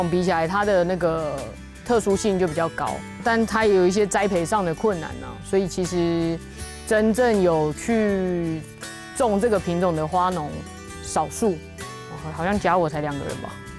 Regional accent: Taiwan; 那将来它那台湾长出来的品种就比较能适应我们台湾的气候这样子。

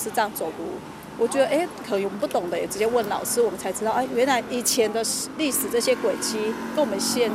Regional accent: Pingtung County, Taiwan; 因为毕竟我自己是屏东土生土长的孩子

